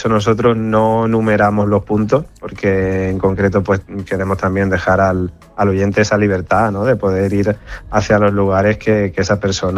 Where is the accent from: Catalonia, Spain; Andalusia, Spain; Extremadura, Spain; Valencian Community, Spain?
Valencian Community, Spain; Alicante; now in Madrid, Spain; yo por ejemplo soy de Alicante y anda que no he descubierto cosas en Alicante muchas veces, siendo yo de allí, y ahora vivo en Madrid